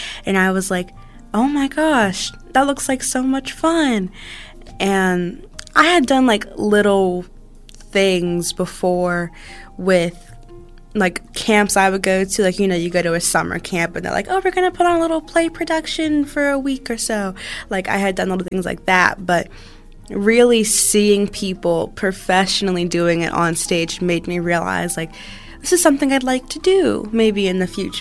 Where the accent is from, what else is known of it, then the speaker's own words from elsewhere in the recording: Virginia, United States; I was born and raised in Virginia